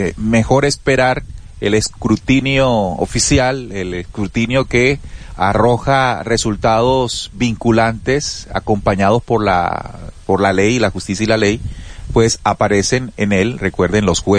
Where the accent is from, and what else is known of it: Colombia